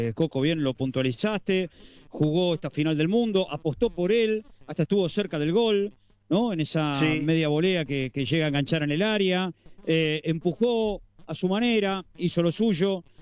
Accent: Argentina; born there; Yo estoy orgulloso de ser argentino, nací argentino, nací en Argentina, mi hijo nació en Argentina y moriré argentino

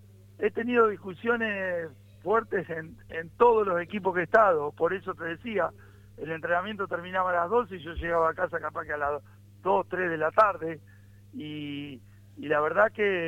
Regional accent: Mercedes, Buenos Aires Province, Argentina; yo estoy viviendo en la ciudad de Mercedes, provincia de Buenos Aires. ¿En tus pagos? En mi pago, sí.

